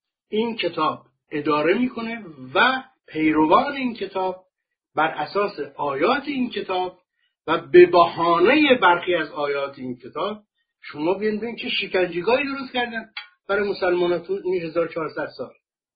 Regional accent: Iran; من احساس حقارت میکنم که زنده ام و ایرانیم

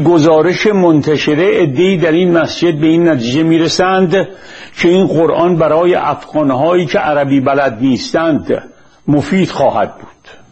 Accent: Iran; گفتم من یه ایرانیم

